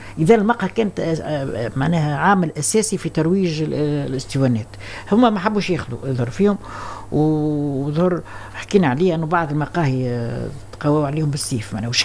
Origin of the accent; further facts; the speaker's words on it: Tunisia; accent: Tunisian; كما نقولوا باللغة بلهجتنا التونسية.